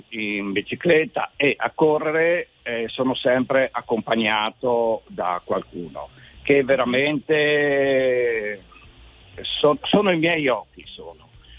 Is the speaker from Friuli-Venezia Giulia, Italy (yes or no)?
yes; Friuli-Venezia Giulia, Italy